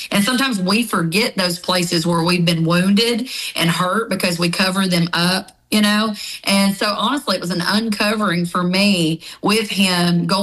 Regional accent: Tennessee, United States; now in Kentucky, United States; So I'm originally from Tennessee, but I have been in Kentucky the last 19 years.

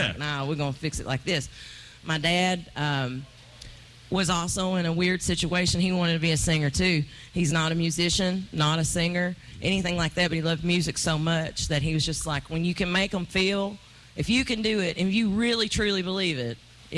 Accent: Kentucky, United States; And like, we're from Eastern Kentucky.

